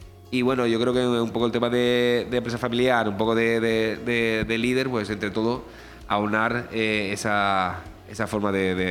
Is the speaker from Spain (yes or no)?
yes; Benidorm, Valencian Community, Spain; Vamos, muy orgulloso de decir que soy de Benidorm.